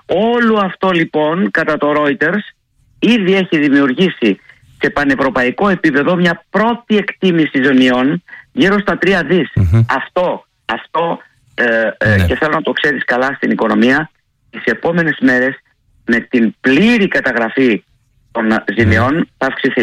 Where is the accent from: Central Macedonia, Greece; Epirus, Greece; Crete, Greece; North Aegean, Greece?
North Aegean, Greece; Δεν θα ξεχάσω όταν καιγότανε ολόκληρο το νησί μου, η Σάμος.